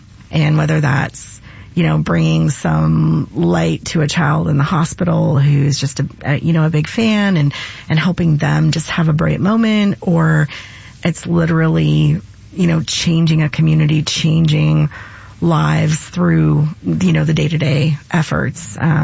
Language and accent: English; Canada; also born or lived in United States; My family's in Canada. I grew up in Canada.